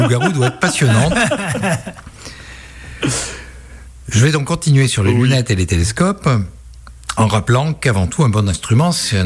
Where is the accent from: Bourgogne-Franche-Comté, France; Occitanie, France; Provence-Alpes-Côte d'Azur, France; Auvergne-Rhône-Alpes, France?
Auvergne-Rhône-Alpes, France; Je suis auvergnat